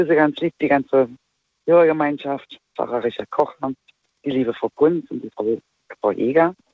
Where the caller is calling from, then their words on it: Berlin, Germany; Ich rufe aus Berlin